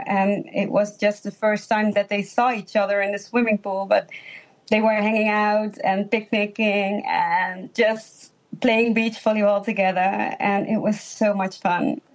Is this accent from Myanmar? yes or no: no; Netherlands; also born or lived in India; we grew up in a small town, both of us, and yes, with Dutch people, but yes, we are Indian, two Indian women.